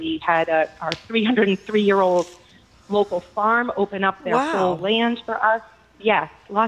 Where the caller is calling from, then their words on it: Westborough, Massachusetts, United States